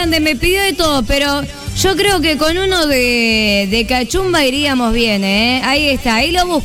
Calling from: Picún Leufú, Neuquén, Argentina; de Picún Leufú. Y te estoy escuchando por la 93.5. La voz del viento. Ahí en Neuquén.

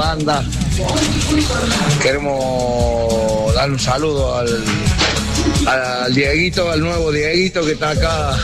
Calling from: Las Varillas, Córdoba, Argentina; De acá, desde Las Varillas.

